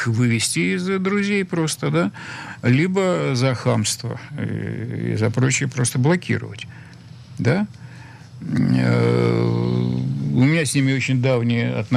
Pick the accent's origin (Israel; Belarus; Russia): Israel; я не просто еврей, а еще и, значит, вот, защищаю свою страну, да, Израиль.